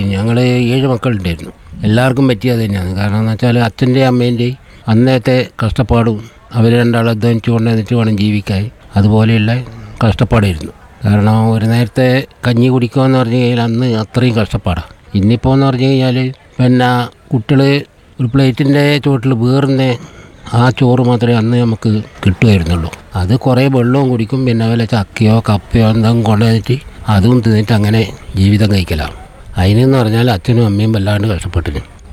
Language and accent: Malayalam; Thillankery, Kerala, India; Thillankeri.